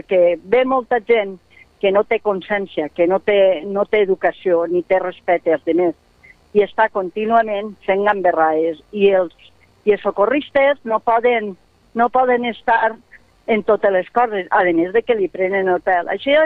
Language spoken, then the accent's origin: Catalan; Alcoy, Valencian Community, Spain; soc una alcoiana que estic reclamant des de l'any passat